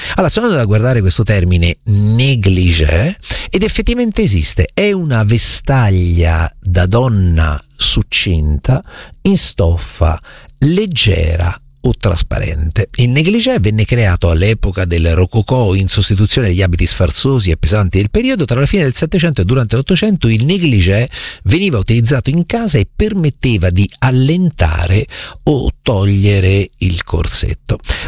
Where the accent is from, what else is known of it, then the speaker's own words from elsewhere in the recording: Recanati, Marche, Italy; quando ero piccolo a Recanati, al mio paese